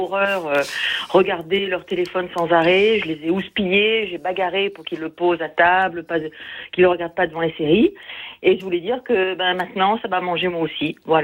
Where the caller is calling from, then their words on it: Nouvelle-Aquitaine, France; moi j'ai 64 ans et j'habite en Dordogne pendant des années, j'ai 4 enfants adultes